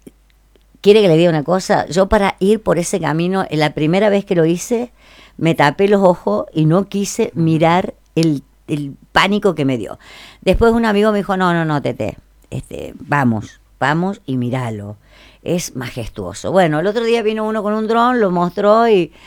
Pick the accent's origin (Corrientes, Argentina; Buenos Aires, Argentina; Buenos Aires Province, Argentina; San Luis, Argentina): San Luis, Argentina; Yo soy de San Luis y conozco capaz que el 10% y recorro San Luis en toda su extensión.